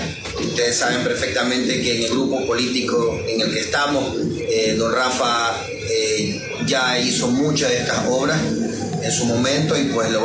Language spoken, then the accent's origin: Spanish; Ventanas, Los Ríos, Ecuador